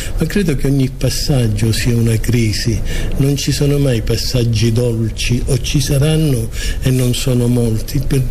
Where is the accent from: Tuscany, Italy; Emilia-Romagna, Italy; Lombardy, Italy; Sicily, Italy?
Sicily, Italy; Messina; born there; Io sono nato a Messina, da genitori pugliesi.